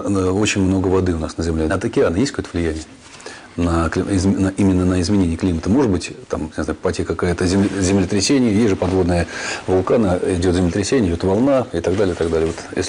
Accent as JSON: {"language": "Russian", "region": "Moscow", "country": "Russia", "said": "как обыватель, опять же, как москвич, как автомобилист"}